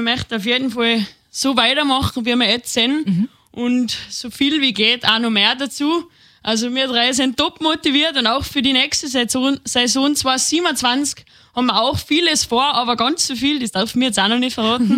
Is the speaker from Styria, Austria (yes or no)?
no; Tyrol, Austria; Wir sind aus der Region von Nordtiroler Unterland und mittlerweile führen unsere Wurzeln auch ins Salzburgland.